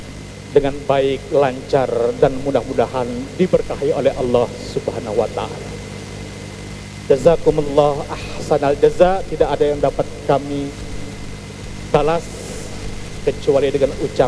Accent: Bekasi, West Java, Indonesia; baik sebagai warga At-Taqwa maupun sebagai warga Bekasi, juga sebagai warga bangsa negara kesatuan Republik Indonesia.

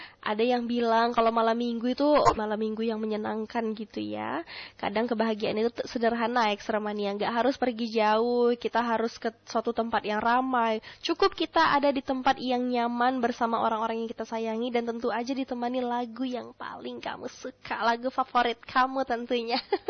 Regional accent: Aceh, Indonesia; kita warga Aceh Singkil

